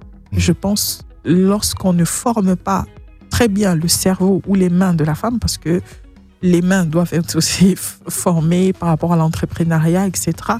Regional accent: Kinshasa, DR Congo; born there

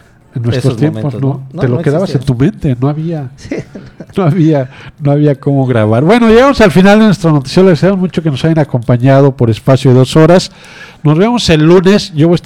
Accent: Mexico; Así como somos los mexicanos

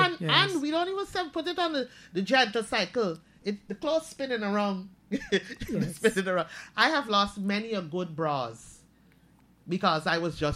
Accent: Linden, Upper Demerara-Berbice, Guyana; I am from Linden

